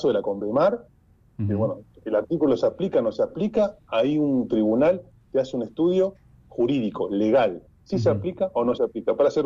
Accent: Argentina; yo soy argentino, naturalmente

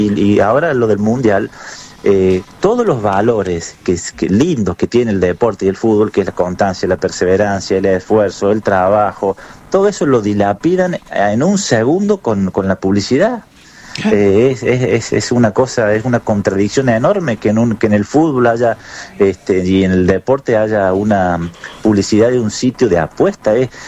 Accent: Argentina; todo lo apasionado que somos los argentinos en el fútbol

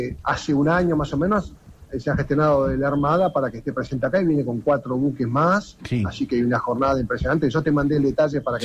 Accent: Comodoro Rivadavia, Chubut, Argentina; born there; also born or lived in Puerto Deseado, Santa Cruz / Fitz Roy, Santa Cruz

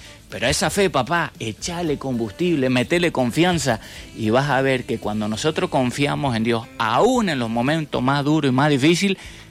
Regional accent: Chaco, Argentina; moved away; a Chaco, mi tierra natal

